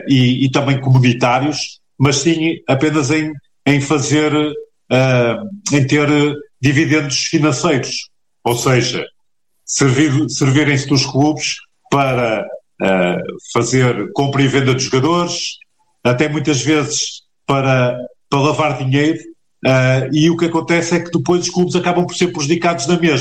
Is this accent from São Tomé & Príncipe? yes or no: no; Portugal; a que todos temos direito enquanto cidadãos e enquanto portugueses, seja no interior ou seja no litoral